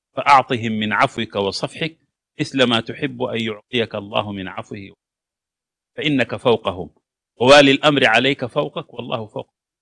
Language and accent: Arabic; Sudan; فأنا سوداني بمنطق وطن الجغرافيا، إفريقي بمنطق وطن الجوار، وأنتمي إلى الأمة العربية بمنطق اللسان من المحيط إلى الخليج، وأنتمي إلى الأمة الإسلامية بمنطق العقيدة